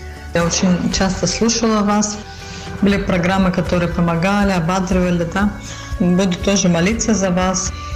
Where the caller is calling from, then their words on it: Germany; я … из Германии